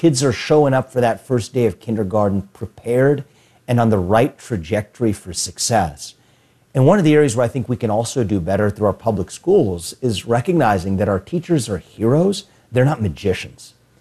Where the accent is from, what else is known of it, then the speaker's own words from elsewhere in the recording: Cincinnati, Ohio, United States; in Cincinnati, my hometown